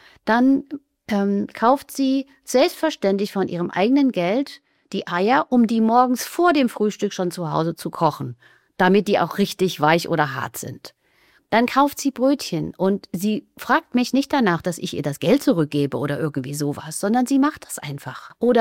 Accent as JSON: {"language": "German", "region": "West Germany", "country": "Germany", "also_born_or_lived": "Argentina", "moved": "as an adult", "said": "wir kommen aus Westdeutschland"}